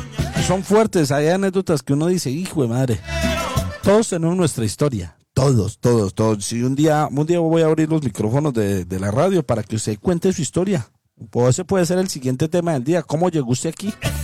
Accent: Pereira, Risaralda, Colombia; moved away; yo como buen pereirano, un banano tiene que estar siempre.

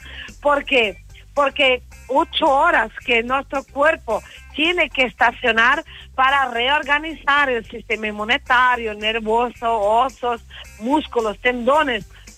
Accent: Portugal; yo soy portuguesa, sí.

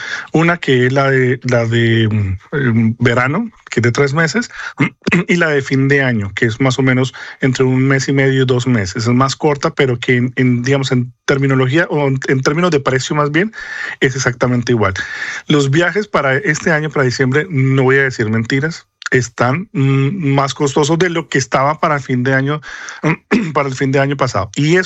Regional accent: Colombia; moved away; somos también migrantes, somos también colombianos

